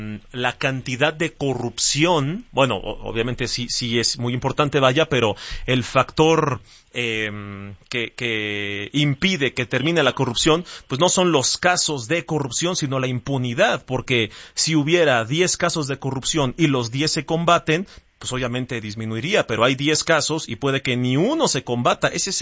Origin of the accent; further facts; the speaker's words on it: Mexico; así somos los mexicanos. No, así no somos